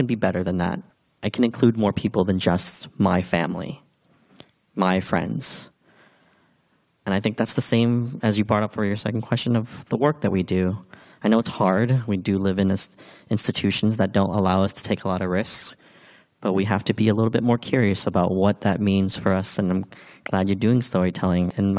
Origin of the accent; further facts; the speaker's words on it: United States; Growing up in America